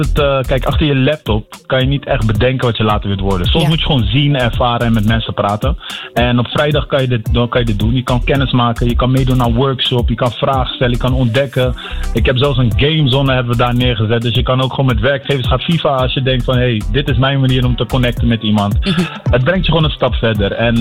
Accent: Rotterdam, South Holland, Netherlands; En ik ben zelf opgegroeid in Delfshaven.

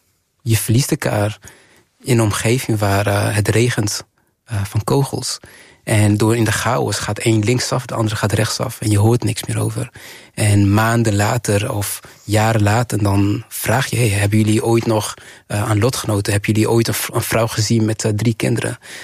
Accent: Rwanda; Dutch is a second language; now in Netherlands; Mijn nationaliteit verandert en ik ben Nederlander op papier. Maar mijn naam, mijn Rwandese naam, mijn geboorteplaats, mijn paspoort zegt precies waar ik vandaan kom.

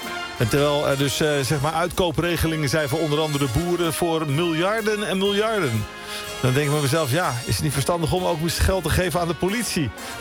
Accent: 't Harde, Gelderland, Netherlands; tot zover mijn omgeving, waar ik vandaan kom, het harde.

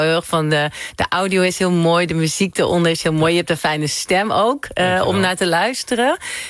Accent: Utrecht, Netherlands; ik kom uit Utrecht.

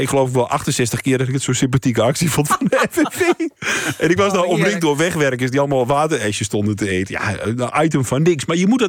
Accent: Glanerbrug, Overijssel, Netherlands; ik kom uit Glanerbrug, klein dorpje van niks eigenlijk, tussen Enschede en Duitsland.

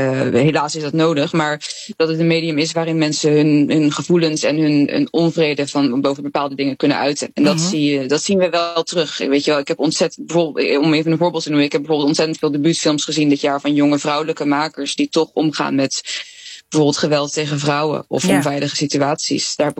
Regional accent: Netherlands; Dat water, het spreekt natuurlijk zo erg aan op iets wat je denk ik als Nederlander ergens in je onderbuik wel heel erg voelt.

